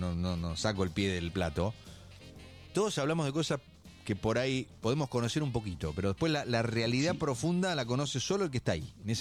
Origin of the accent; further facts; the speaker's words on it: Argentina; Todos cometemos, somos argentinos, además, te explicamos...